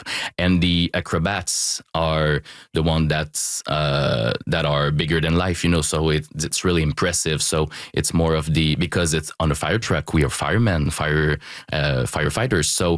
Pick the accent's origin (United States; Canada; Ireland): Canada; Quebec City, Quebec; English is a second language; also born or lived in Montreal; So I'm from Quebec, Limoilou